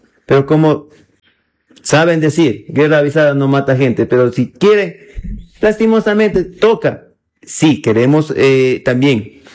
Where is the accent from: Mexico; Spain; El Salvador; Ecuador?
Ecuador; somos ecuatorianos